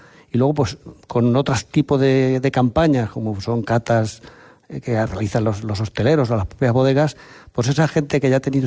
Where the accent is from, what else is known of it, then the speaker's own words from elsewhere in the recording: La Roda, Castilla-La Mancha, Spain; yo soy de La Roda y trabajo aquí en La Roda